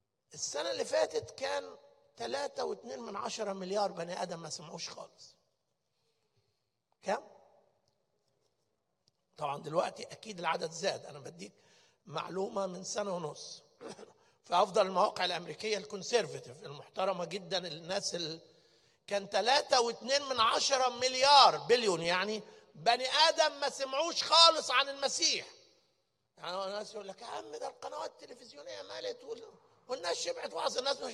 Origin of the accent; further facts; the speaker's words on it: Egypt; ما عرفونيش إن أنا مصري